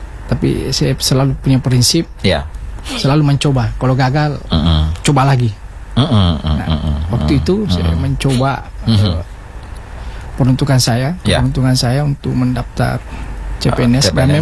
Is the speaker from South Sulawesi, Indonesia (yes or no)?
yes; Pinrang, South Sulawesi, Indonesia; Nah, itu saya waktu itu di kampung. Kebetulan kampung saya itu di Pinrang.